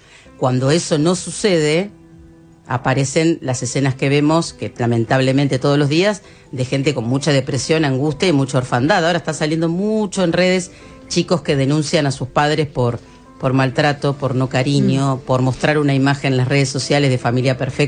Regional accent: Argentina; Soy argentino y pertenezco a esta gente.

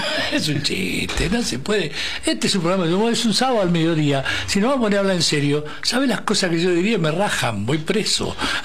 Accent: Buenos Aires, Argentina; accent: porteño; yo hablo en porteño, no es ofensivo. Yo soy porteño.

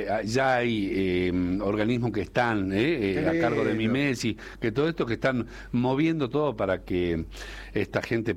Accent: Salta, Argentina; Porque somos salteños. Inclusive los mentarenses somos buena gente.

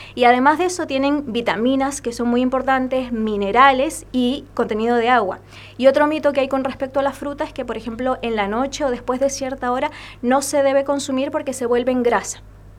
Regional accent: Chile

